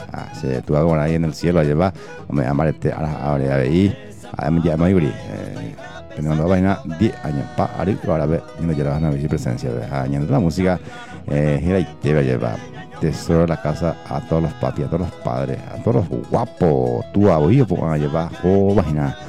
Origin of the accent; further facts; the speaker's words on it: Paraguay; Como paraguayo que somos, lleva. Buen paraguayo y paraguaya lleva.